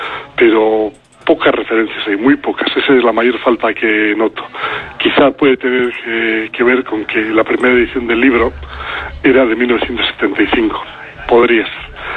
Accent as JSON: {"language": "Spanish", "town": "Zaragoza", "region": "Aragon", "country": "Spain", "tie": "born there", "said": "Nací en Zaragoza en 1944."}